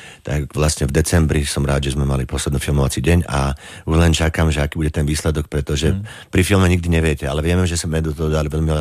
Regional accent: Žilina Region, Slovakia; u nás v dedine susedia mali aj 13 napríklad. No tak to není taký extrém na Orave mať 7 detí.

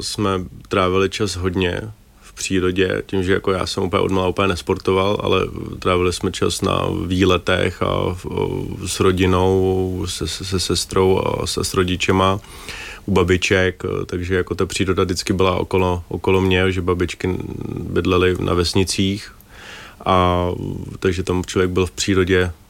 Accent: Ústí nad Labem, Ústí nad Labem Region, Czechia; Já jsem vyrůstal a ještě jsem v Ústí nad Labem.

